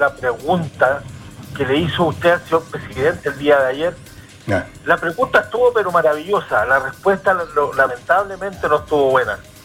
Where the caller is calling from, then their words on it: Alto Hospicio, Tarapacá, Chile; En el Alto Hospicio